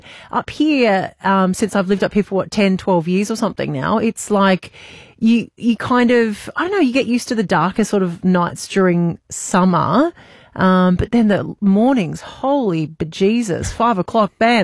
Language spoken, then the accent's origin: English; New South Wales, Australia; moved away as an adult; now in North Queensland, Australia; I grew up in New South Wales. I grew up just outside of Sydney.